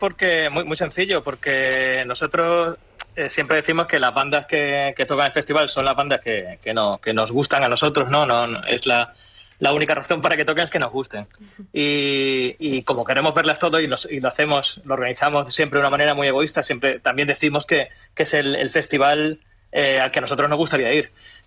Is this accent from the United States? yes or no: no; Málaga, Andalusia, Spain; nosotros para empezar somos malagueños